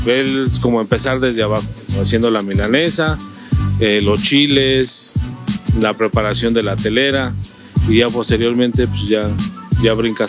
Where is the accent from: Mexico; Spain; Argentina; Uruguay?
Mexico; Villa de Tezontepec, Hidalgo; Pues es de familia, hijo. Venimos del municipio de Villa de Tezontepec.